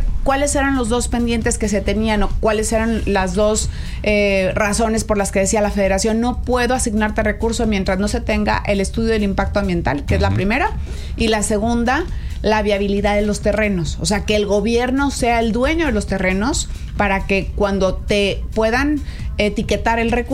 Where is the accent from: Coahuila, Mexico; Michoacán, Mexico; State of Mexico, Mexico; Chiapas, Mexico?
Coahuila, Mexico; los proyectos para mi estado de Coahuila